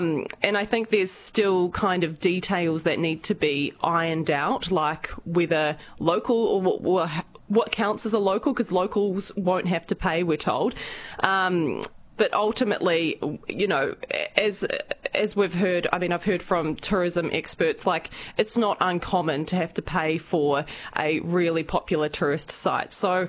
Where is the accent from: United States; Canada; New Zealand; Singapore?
New Zealand; now in Warrnambool, Australia; Well, obviously I'm from New Zealand, but I mean, living in Warrnambool